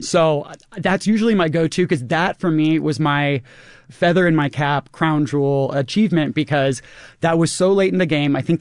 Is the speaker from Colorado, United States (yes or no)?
yes; Colorado, United States; even though I'm from Colorado, I'm not a big outdoorsman person the way that a lot of people are.